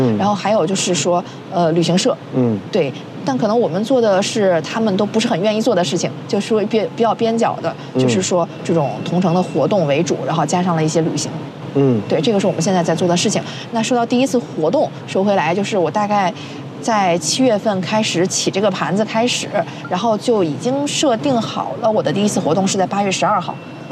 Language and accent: Chinese; Beijing, China; 毕竟我自己土生土长的北京人，也30多年在北京了